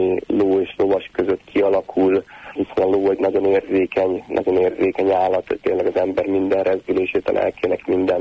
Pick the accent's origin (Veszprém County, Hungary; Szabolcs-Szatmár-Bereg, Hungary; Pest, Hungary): Veszprém County, Hungary; Zánka; valóban én Zánkán nőttem föl, édesapám is ott dolgozott, valamint édesanyám még is Zánkán éltek. Én az egész gyerekkoromat a Balaton parton, a Balaton felvidéken töltöttem.